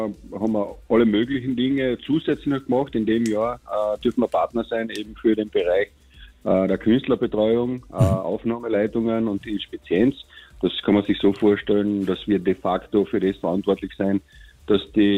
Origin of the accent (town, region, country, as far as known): Carinthia, Austria